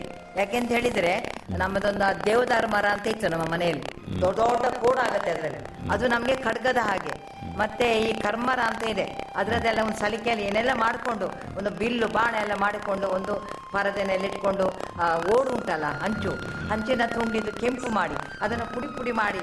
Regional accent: Mangaluru, Karnataka, India; ನಮ್ಮ ಊರಲ್ಲಿ ಈ ಬೋಳೂರಲ್ಲಿ

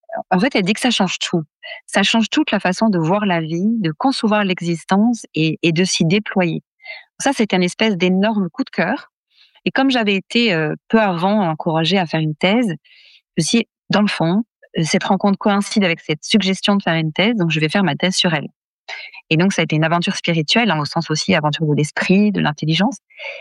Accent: France; Et il n'est pas rare, en tout cas chez nous en France, que quand on fait de la recherche, on soit sollicité ensuite pour en faire part aux autres

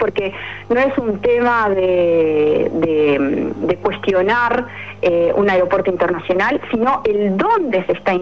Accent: Uruguay; como uruguaya me quedé sumamente nerviosa

